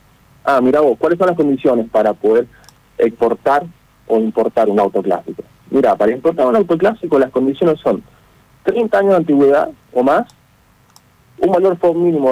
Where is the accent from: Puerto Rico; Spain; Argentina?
Argentina; eso me llena de orgullo a mí como argentino